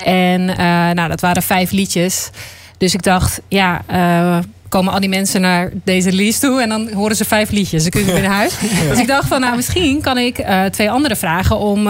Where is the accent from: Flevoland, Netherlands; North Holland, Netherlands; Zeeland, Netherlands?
Flevoland, Netherlands; Zeewolde; Ik ben opgegroeid in Zeewolde, dus ik voel me helemaal thuis hier.